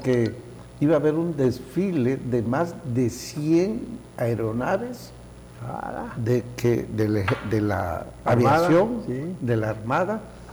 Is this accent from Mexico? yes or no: yes; Mexico; algo pendiente como mexicanos es exactamente reencontrarnos con nuestra propia historia